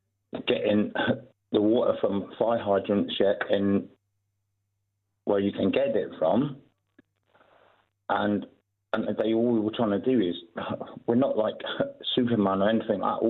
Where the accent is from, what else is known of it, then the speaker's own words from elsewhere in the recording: South West England, United Kingdom; I don't really know anything from Wales. So I'm from Cornwall.